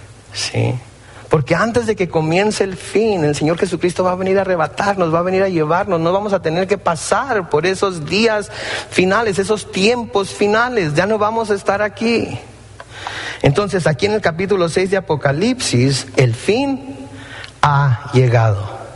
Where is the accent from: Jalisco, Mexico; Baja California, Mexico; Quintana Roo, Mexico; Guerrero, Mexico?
Baja California, Mexico; Mexicali; Yo soy de Mexicali